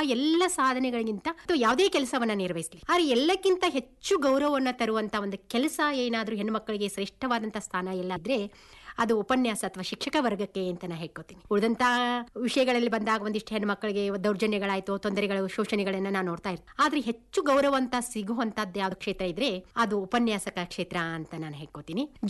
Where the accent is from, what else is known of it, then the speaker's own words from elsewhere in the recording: Halagali, Karnataka, India; also born or lived in Lokapur; ನಾನು ಮೂಲತಃ ಹುಟ್ಟಿದ್ದು ಲೋಕಾಪುರ ಅನ್ನುವಂಥ ಊರಿನಲ್ಲಿ. ಇದು ನನ್ನ ತಾಯಿಯ ತವರೂರು, ಮತ್ತು ನನ್ನ ಬಾಲ್ಯವನ್ನು ಕಳೆದದ್ದು ಹಲಗಲಿ ಅನ್ನುವ ಗ್ರಾಮ.